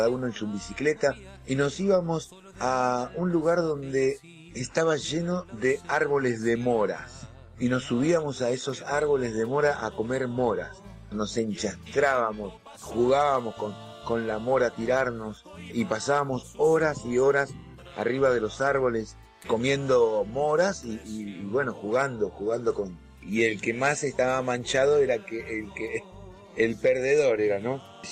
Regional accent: Banfield, Buenos Aires Province, Argentina; moved away as an adult; now in Costa Rica; argentino, viviendo en Costa Rica ya hace 2 años. Tengo un recuerdo inolvidable de cuando era chico allá en Argentina, en Banfield.

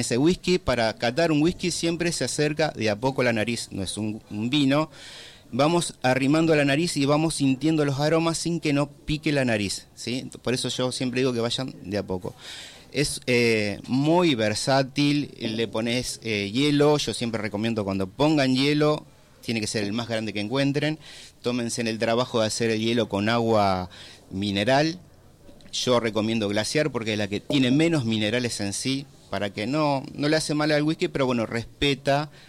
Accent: Argentina

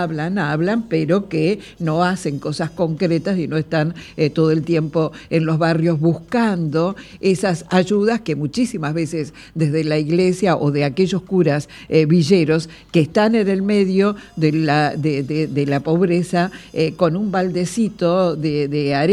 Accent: Argentina; somos los argentinos los que debemos pensar el país que queremos ser.

